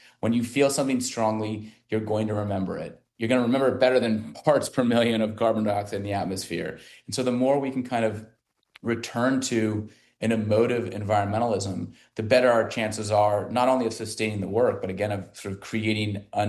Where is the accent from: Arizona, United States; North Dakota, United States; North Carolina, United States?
Arizona, United States; born or raised there; moved away as an adult; now in San Francisco Bay Area, United States